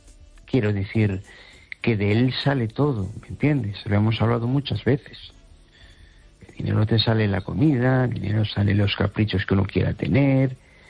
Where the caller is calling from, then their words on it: Tarragona, Catalonia, Spain; Qué cosa más curiosa, se me hace raro llamarte desde Tarragona.